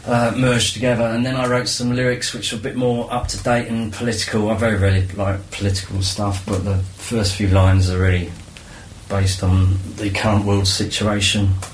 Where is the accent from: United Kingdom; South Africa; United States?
United Kingdom; Beckenham, London; born there; moved away as an adult; now in Tunbridge area, United Kingdom; we grew up in the Beckenham area. So, I moved there when I was about nearly seven, sort of Christmas 71.